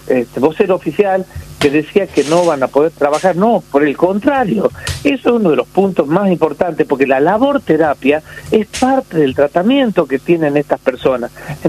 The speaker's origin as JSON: {"language": "Spanish", "region": "Salta", "country": "Argentina", "said": "Yo soy de Salta, imagínense."}